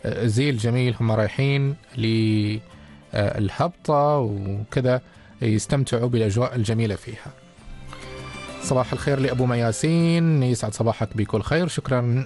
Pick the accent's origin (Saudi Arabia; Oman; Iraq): Oman; اللي ميزنا احنا في سلطنة عمان